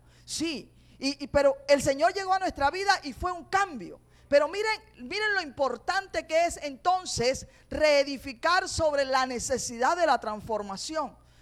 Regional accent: Caribbean coast, Colombia; lo que nosotros decimos como costeño

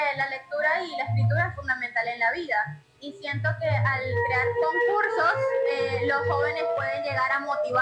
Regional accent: Venezuela; now in Ecuador; Como venezolana que soy, me enorgullece mucho poder representar al Ecuador y ganar el primer lugar.

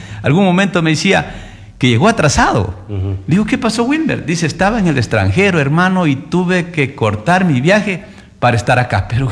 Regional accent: Mangaurco, Loja, Ecuador

